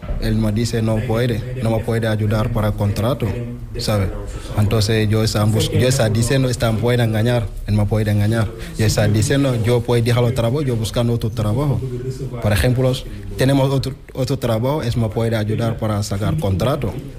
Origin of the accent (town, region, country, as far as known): Senegal; Spanish is a second language